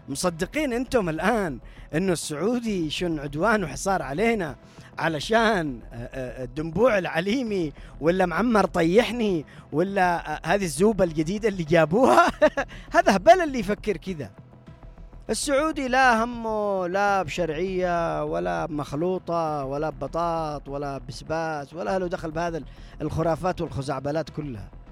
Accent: Yemen

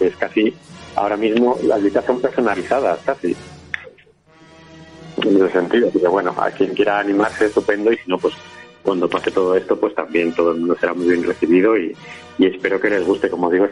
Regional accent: Salamanca, Castile and León, Spain; Bueno, yo la verdad es que suelo ir mucho porque, como digo, soy de Salamanca y...

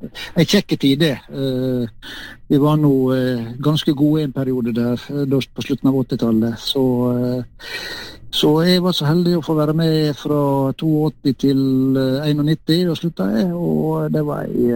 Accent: Ålesund, Møre og Romsdal, Norway; Nei, du er født og oppvokst oppe i Ålesund, helt i strandkanten på en fjord etter Borgundfjorden

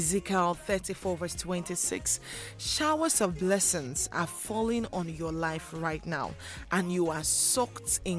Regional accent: Monrovia, Montserrado, Liberia; I'm from Monrovia, Liberia.

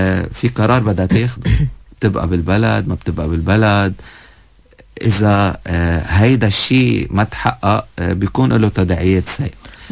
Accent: Lebanon

